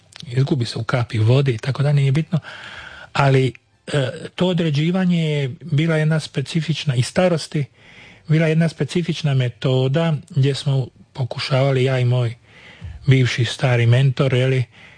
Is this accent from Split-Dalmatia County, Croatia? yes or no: yes; Split, Split-Dalmatia County, Croatia; cijena, recimo, sipe je posve drugačija za razliku od cijene kod nas u Splitu.